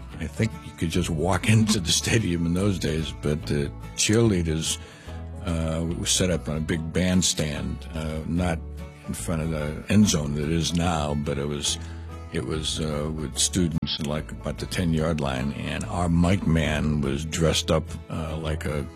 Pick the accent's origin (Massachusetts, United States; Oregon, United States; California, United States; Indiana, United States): Massachusetts, United States; Boston; I grew up in Boston. College football wasn't very big then.